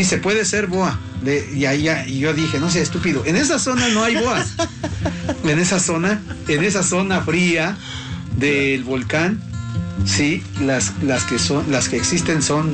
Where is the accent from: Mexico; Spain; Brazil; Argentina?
Mexico; Tlachichuca, Puebla; moved away as an adult; yo salí de 17, de 18 años del pueblo